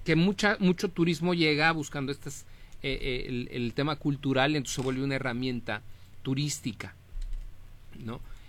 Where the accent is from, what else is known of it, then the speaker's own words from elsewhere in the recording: Mexico; si yo soy mexicano … nací en México, por no ser de una comunidad indígena